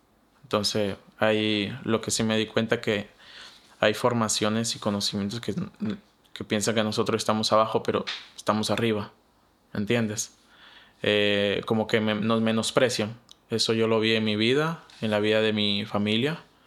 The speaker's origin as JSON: {"language": "Spanish", "region": "Loja", "country": "Ecuador", "moved": "yes", "said": "Yo soy de Loja y yo recuerdo que sabía hacer los San Juanitos o el Año Viejo, cositas así que extraño, que hasta ahora, hasta el día de hoy lo extraño porque soy ecuatoriano y estoy orgulloso de ello."}